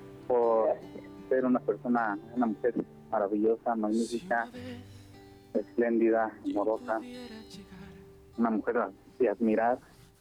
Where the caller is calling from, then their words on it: Mexico City, Mexico; Estoy aquí en la alcaldía Iztapalapa.